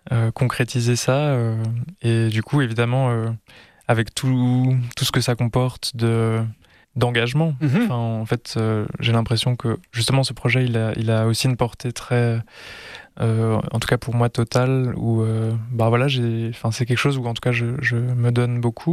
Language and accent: French; Switzerland; On est suisse.